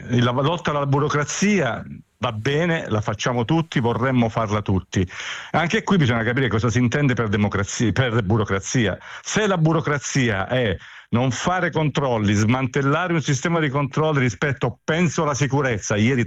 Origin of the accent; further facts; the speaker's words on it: Southern Italy, Italy; dalle mie parti, dal meridione